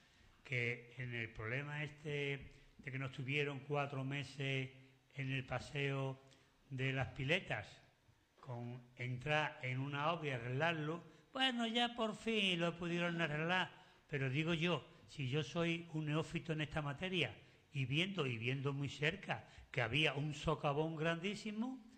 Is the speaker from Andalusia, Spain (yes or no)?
yes; Seville, Andalusia, Spain; now in Sanlúcar de Barrameda, Spain; Yo soy sevillano, trianero, pero a mí me une, como dice, el cordón umbilical, ¿no? El agua de Sevilla con la desembocadura del Guadalquivir en Sanlúcar de Barrameda. Y llevo yo ya aquí pues más de 45 años en Sanlúcar, sin querer.